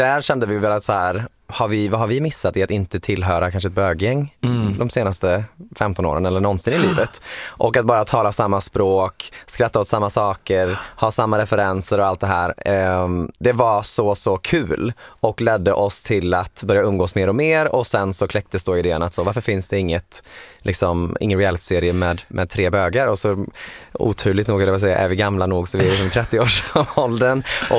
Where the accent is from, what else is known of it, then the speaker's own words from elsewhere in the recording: Borås, Västra Götaland County, Sweden; now in Stockholm, Sweden; jag är ju från Borås till exempel